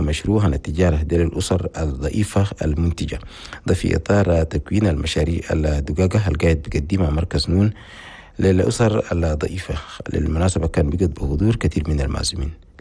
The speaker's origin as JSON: {"language": "Arabic", "country": "Chad", "said": "بلدنا تشاد"}